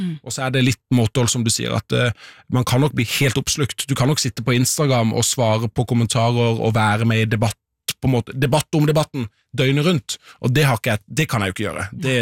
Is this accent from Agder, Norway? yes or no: yes; Søgne, Agder, Norway; i Søgne der jeg kommer fra